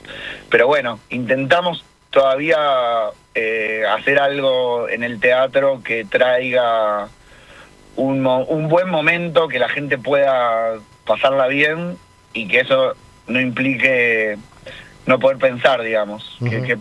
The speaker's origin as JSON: {"language": "Spanish", "country": "Argentina", "said": "nosotros somos argentinos"}